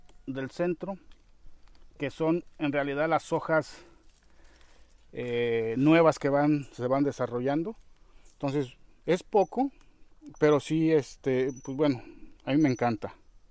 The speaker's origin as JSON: {"language": "Spanish", "region": "Guerrero", "country": "Mexico", "tie": "born or raised there", "said": "Entonces nos vinimos al estado de Guerrero y pues eso hace ya un ratillo, hace ya 40 y tantos años, 43 años precisos, y ya, nos quedamos aquí, está la fecha, ¿no? Yo, básicamente aquí crecí."}